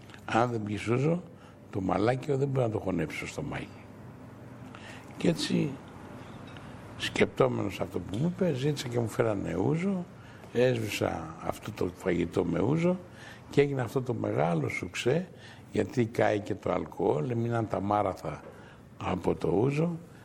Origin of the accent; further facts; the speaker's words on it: Piraeus, Attica, Greece; Ήτανε λίγο δύσκολο για μένα ένας Πειραιώτης να αφήνει την πόλη του και να πηγαίνει στην Αθήνα.